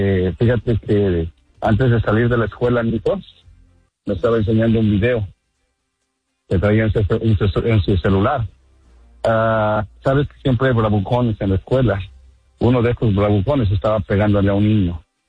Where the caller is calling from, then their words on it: Vero Beach, Florida, United States; Buenos días, Andreina, de aquí de la Florida, exactamente de Vero Beach.